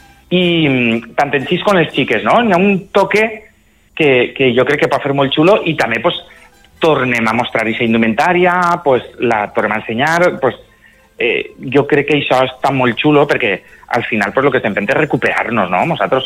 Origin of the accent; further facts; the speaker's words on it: Meliana, Valencian Community, Spain; jo vivia a Meliana, soc de Meliana, com saps, i allí hi havia un grupet